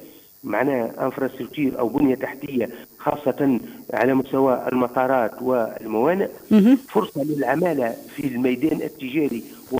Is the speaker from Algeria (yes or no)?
no; Tunisia; أنا كتونسي